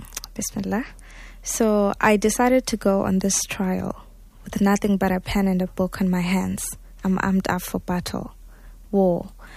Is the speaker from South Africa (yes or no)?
yes; South Africa; I'm from South Africa.